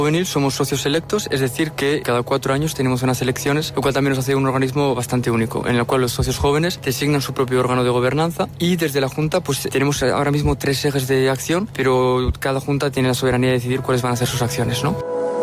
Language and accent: Spanish; Briviesca, Castile and León, Spain; yo nací, crecí y me crié en Briviesca, en un pueblo en el norte de Burgos, y bueno, pues siempre hemos estado rodeados de naturaleza.